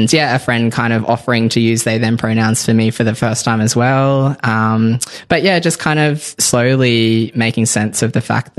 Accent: Tamworth, New South Wales, Australia; so I grew up in Tamworth, a country town in New South Wales, country music capital of Australia.

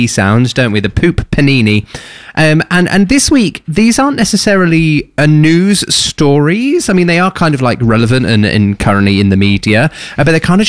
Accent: England, United Kingdom; moved away as an adult; now in Australia; I, as an English person moving to Australia

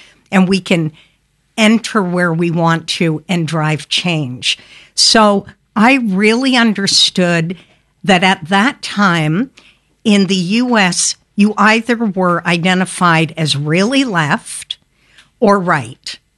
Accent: Canada; now in United States; I'm Canadian

